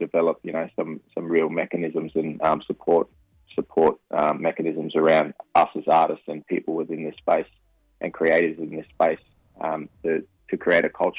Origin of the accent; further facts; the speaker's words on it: Darwin, Northern Territory, Australia; moved away as an adult; also born or lived in Torres Strait Islands; now in Adelaide, Australia; I'm originally from Darwin up in the Territory. So my people are Larrakia people, Kunarakan Moi, and I'm also from the Torres Strait Islands as well.